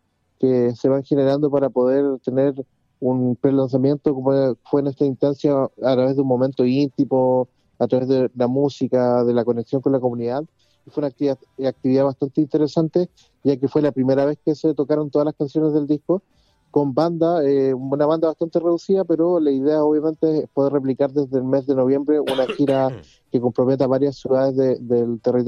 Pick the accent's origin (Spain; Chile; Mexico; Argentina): Chile; La Unión, Los Ríos; Yo soy de la comuna de La Unión, provincia del Banco, región de Los Ríos.